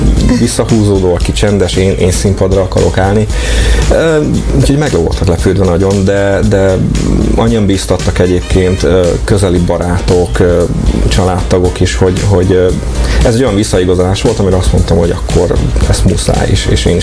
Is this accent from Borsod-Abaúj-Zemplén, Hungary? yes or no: no; Mikepércs, Hajdú-Bihar, Hungary; also born or lived in Debrecen; Én Debrecenben születtem, és egy éves koromban költöztünk ki Miképécsre, és azóta is ott élek